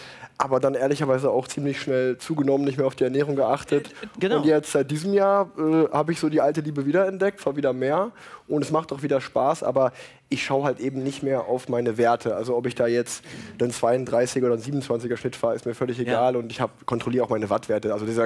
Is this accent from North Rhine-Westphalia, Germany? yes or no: yes; Unna, North Rhine-Westphalia, Germany; Ich bin in Unna groß geworden, in der Nähe von Dortmund, das heißt großer Borussia Dortmund-Fan, erstmal Fußball gespielt.